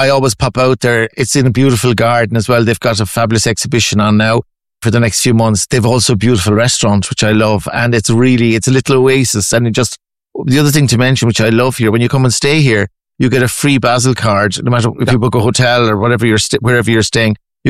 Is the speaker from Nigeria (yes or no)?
no; Ireland; We think we're friendly in Ireland.